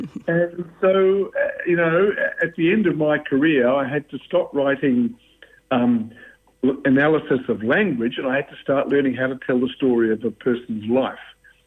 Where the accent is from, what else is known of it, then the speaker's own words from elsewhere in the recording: New Zealand; now in Western Australia, Australia; I'm a New Zealander. I was born and bred in New Zealand, and I only became an Australian citizen a few years ago.